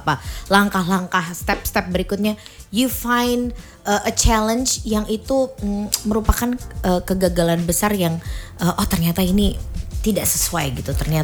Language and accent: Indonesian; Special Region of Yogyakarta, Indonesia; Dan kalau kita sebagai orang Jogja